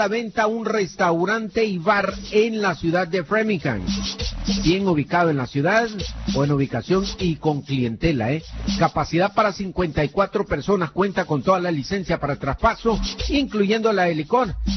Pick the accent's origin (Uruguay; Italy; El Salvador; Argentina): El Salvador; El Salvador, somos de Oriente